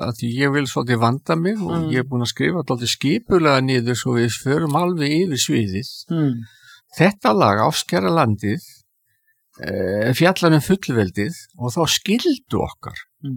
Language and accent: Icelandic; Reykjavík, Capital Region, Iceland; Ég alinn upp í Skaftahlíðinni sem mitt á milli þessa gamla framvallar og valsvallarins undir æsku hlíðinni.